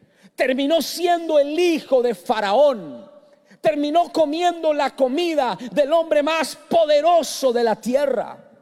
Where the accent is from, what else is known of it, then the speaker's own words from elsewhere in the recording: Colombia; Yo soy colombiano y a los de Colombia nos dijeron, ustedes van a ganar